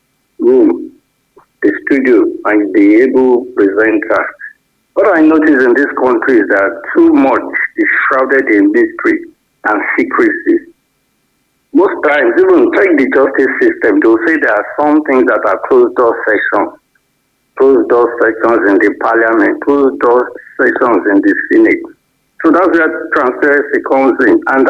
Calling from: Ibadan, Oyo, Nigeria; I'm calling from Ringo, Ibadan.

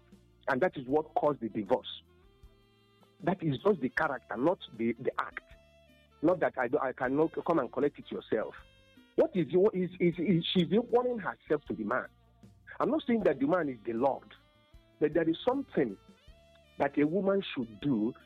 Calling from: Igbo, Igboland, Nigeria; we are living in this part of the world called Africa. And we are living in this Africa called Nigeria

